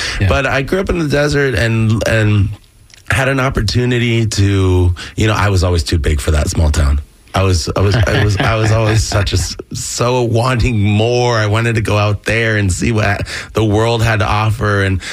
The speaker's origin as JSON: {"language": "English", "town": "Sahuarita", "region": "Arizona", "country": "United States", "tie": "born or raised there", "also_born_or_lived": "Pomona, California", "said": "And I grew up in Arizona, a little small town called Sahuarita, little desert town. When I lived there, it was a town of about maybe a little over 1,000 people. Very, very small, little rural town."}